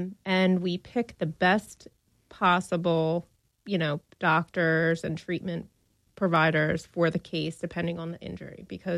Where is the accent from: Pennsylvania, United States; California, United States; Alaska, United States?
Pennsylvania, United States; Bucks County; Bucks County, Pennsylvania.